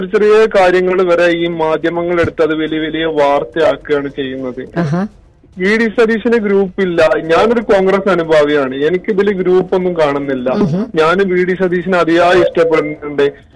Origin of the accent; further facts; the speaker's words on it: Pattambi, Kerala, India; now in Sharjah, United Arab Emirates; Palakkad പട്ടാമ്പിയാണ്.